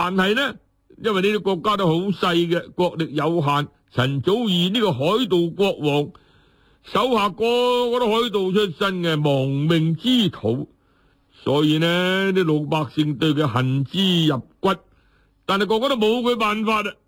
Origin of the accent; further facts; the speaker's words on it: Guangdong, China; 他是我们广东人来的嘛，